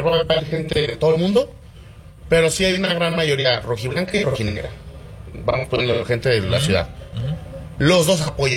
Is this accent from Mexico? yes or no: yes; Mexico; sé que somos mexicanos